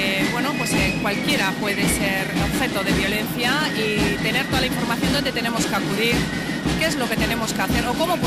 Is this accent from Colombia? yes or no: no; Vitoria-Gasteiz, Basque Country, Spain; born or raised there